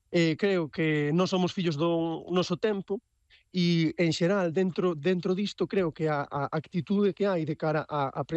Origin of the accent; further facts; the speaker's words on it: Galicia, Spain; e como galegos temos que aprezalo porque tamén parte do que somos nós, non?